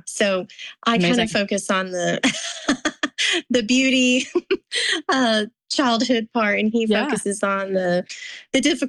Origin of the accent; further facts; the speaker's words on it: Lubbock, Texas, United States; Sure. Well, I'm originally from West Texas. Here in Lubbock, Texas is where I've lived with my husband for, 21 years, a long time. But I was born in this area as well and kind of grew up